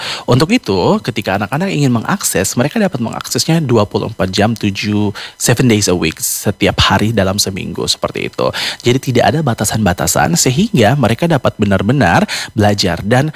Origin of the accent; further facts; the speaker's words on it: Baliem Valley, Highland Papua, Indonesia; kebetulan kami Walilo dari Lembah Balim, Papua Pegunungan.